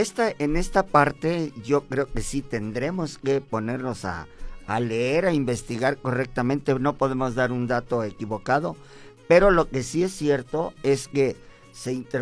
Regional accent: Hidalgo, Mexico; nuestro bello estado de Hidalgo.

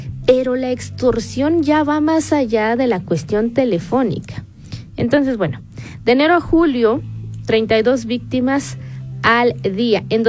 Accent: Mexico; y si de por sí, como mexicanos, a todo le buscamos y a todo le encontramos.

